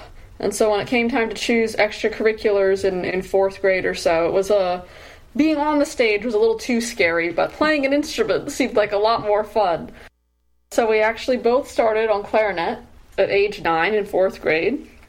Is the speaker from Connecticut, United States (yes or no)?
no; Stuart, Florida, United States; moved away; We grew up in Stuart, Florida. A bit of a smaller town, but still has a very, I might say, surprisingly rich musical community.